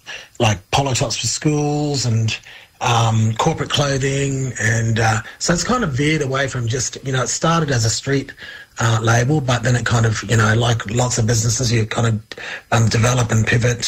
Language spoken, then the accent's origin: English; Darwin, Northern Territory, Australia; growing up in Darwin, there's lots of I saw, you know, different Aboriginal people in business, so it wasn't something that was foreign.